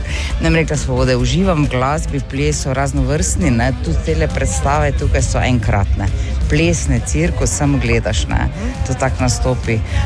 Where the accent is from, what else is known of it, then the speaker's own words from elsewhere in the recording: Maribor, Drava, Slovenia; prihajam z Maribora, blizu Maribora, no? Stara 58.